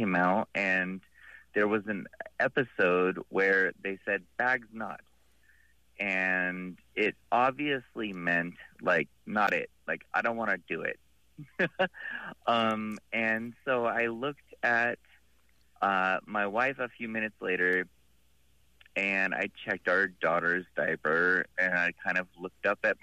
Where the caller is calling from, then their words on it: Omaha, Nebraska, United States; I'm calling from Omaha, Nebraska.